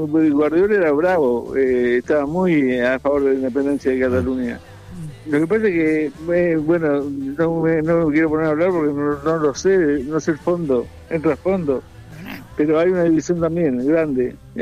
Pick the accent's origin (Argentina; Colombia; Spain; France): Argentina; me dice, pero ¿de dónde sos? De Argentina.